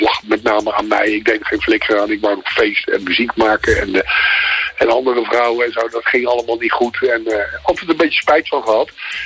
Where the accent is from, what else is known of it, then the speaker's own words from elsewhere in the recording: The Hague, South Holland, Netherlands; Ja, ik ben Hagenees natuurlijk, want ik ben geboren in Schilderswijk.